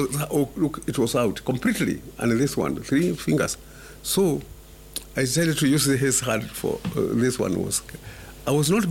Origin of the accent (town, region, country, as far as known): Kenya